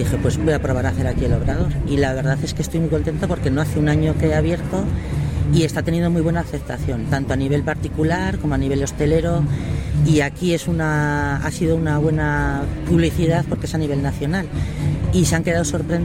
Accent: Barakaldo, Basque Country, Spain; moved away as an adult; now in Palencia, Spain; Estuve la semana pasada en el País Vasco porque tenía que ir a hacer papeles, claro, yo soy de allí, todavía tengo cosas que hacer.

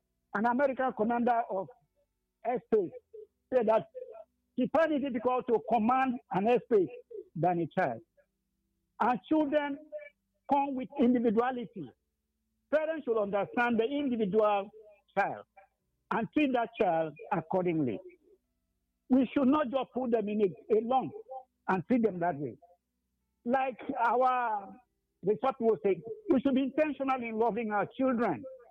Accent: Cross River, Nigeria; from Cross River State.

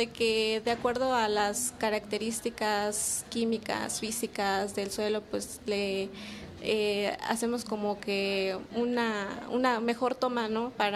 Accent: Metlatonoc, Guerrero, Mexico; first language Mixtec; Spanish is a second language; moved away as an adult; somos de Metlatono Guerrero, o en nuestra lengua, que es el Tunzabi, es Itiatano.

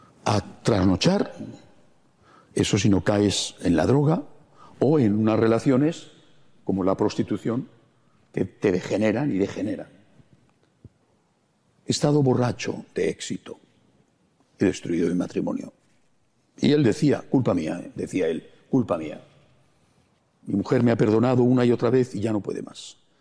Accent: Spain; En mi país, en España, no tenemos niños.

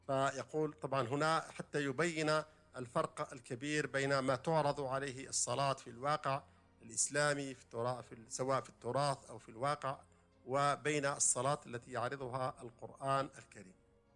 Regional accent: Algeria; يعني مثال بسيط عندنا في الجزائر، المذهب المالكي في الجزائر

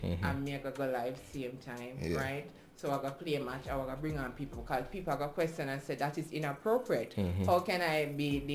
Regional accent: Jamaica

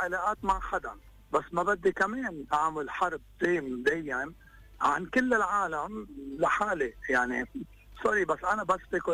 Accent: Lebanon

